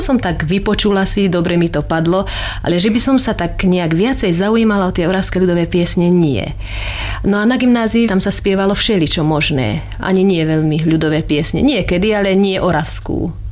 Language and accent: Slovak; Žilina Region, Slovakia; moved away as an adult; ja vlastne som z Oravy